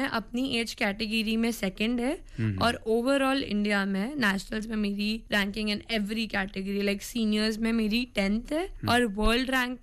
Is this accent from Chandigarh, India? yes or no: no; Jaipur, Rajasthan, India; मैं जयपुर से हूँ